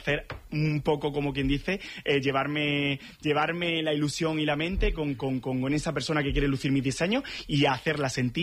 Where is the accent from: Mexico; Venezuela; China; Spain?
Spain; Andalusia; voy a inspirarme en una colección en Córdoba. Quiero llevar mi tierra por bandera, Julio Romero de Torres, la Amapó, la de mi Valle de los Pedroches, los patios de Córdoba